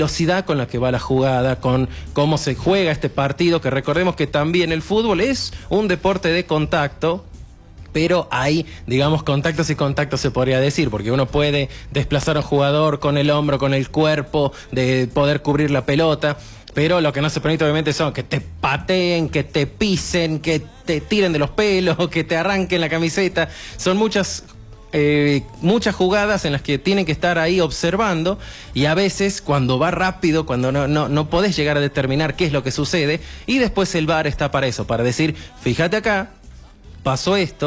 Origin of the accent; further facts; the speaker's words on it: Chilecito, La Rioja, Argentina; Sí, como dicen, somos chilesiteños cuando convienen y somos riojanos cuando conviene de otra forma.